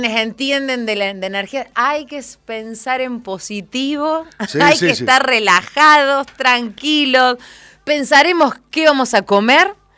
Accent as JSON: {"language": "Spanish", "country": "Argentina", "said": "así somos los argentinos."}